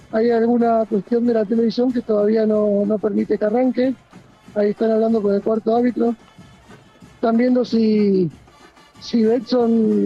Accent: Mendoza, Argentina; como mendocinos esperemos que sea un triunfo para el equipo local.

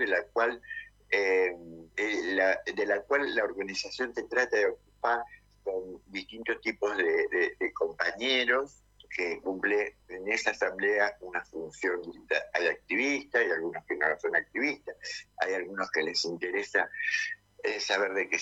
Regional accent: José C. Paz, Buenos Aires Province, Argentina; Yo soy oriunda igual de José Paz. Nací en José Paz, tengo una familia que viene muy organizada políticamente

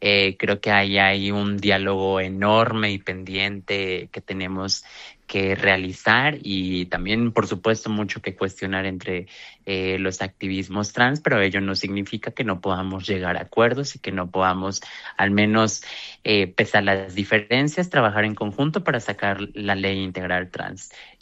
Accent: Mexico; el gobierno que supuestamente de izquierda tenemos acá en México

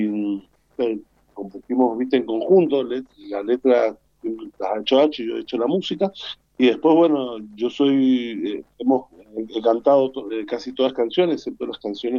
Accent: Las Heras, Argentina; yo soy de acá de Las Heras.

